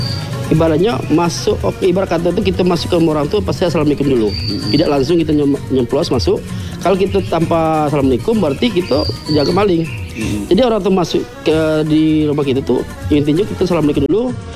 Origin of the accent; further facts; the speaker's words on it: Bengkulu, Indonesia; kita orang Bengkulu